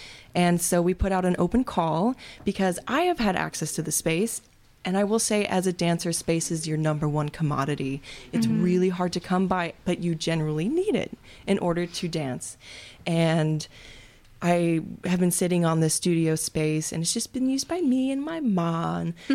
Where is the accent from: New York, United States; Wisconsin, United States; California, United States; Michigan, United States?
Wisconsin, United States; Door County; I'm from Door County